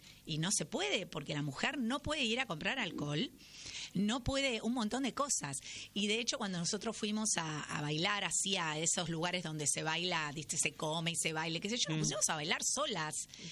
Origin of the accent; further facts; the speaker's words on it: Argentina; somos argentinas